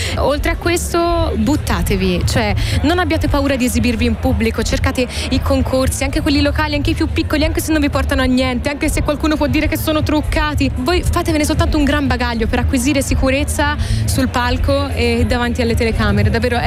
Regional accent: Tuscany, Italy; io sono toscana, ma adesso siamo in Slovenia

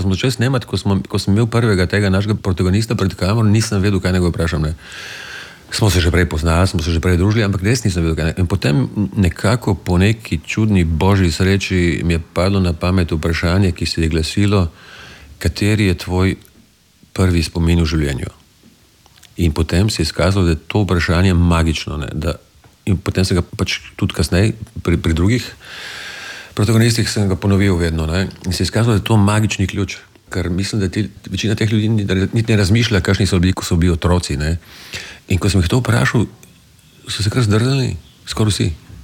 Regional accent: Tolmin, Gorizia, Slovenia; also born or lived in Idrija / Ljubljana; Ja, odraščal sem v Tolminu potem, ja, do konca osnovne šole, potem so šel v Idrijo v gimnazijo, pa v dijaški dom, pa potem vojska, pa potem Ljubljana, pa tako naprej.

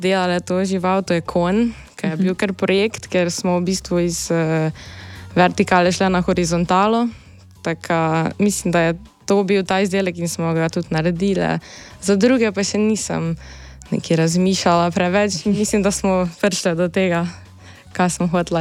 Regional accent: Brežice, Lower Sava, Slovenia; mi prihajamo iz Brežic

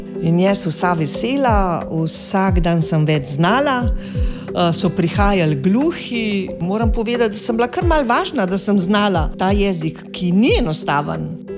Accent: Kranj, Upper Carniola, Slovenia; jaz sem tudi Kranjčanka

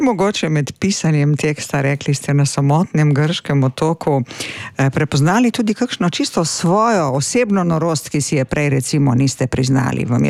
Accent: Primorska, Slovenia

